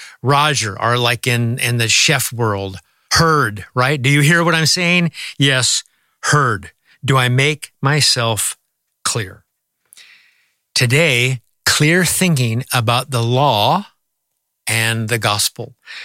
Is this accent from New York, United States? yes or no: no; Nebraska, United States; When I was a kid growing up in Nebraska